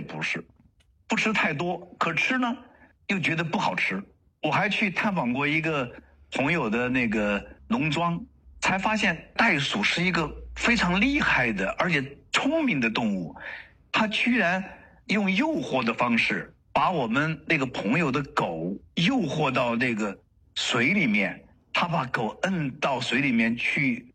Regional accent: Chengdu, Sichuan, China

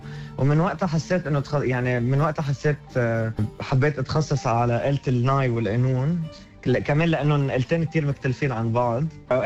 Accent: Beirut, Beirut Governorate, Lebanon; now in Australia; أنا ربيت ببيروت لبنان، وجيت على أستراليا من 8 سنين ب 2019

